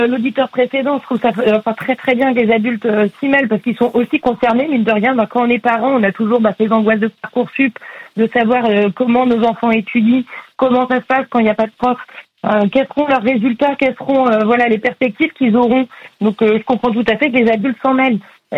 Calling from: Quimper, Brittany, France; De Quimper, dans le Finistère.

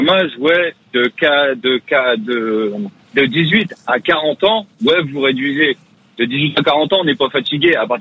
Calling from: Dunkirk, Hauts-de-France, France; je suis sur la route, mais oui, je suis de Dunkerque de base.

